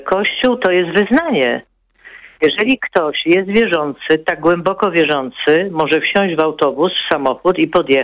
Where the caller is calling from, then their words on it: Kraków, Lesser Poland, Poland; Ja mieszkam w Krakowie